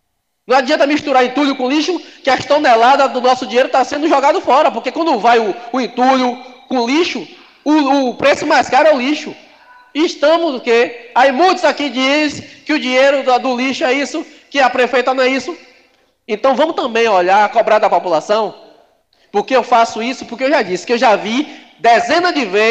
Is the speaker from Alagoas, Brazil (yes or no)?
no; Conceição do Jacuípe, Bahia, Brazil; born there; minha localidade onde eu nasci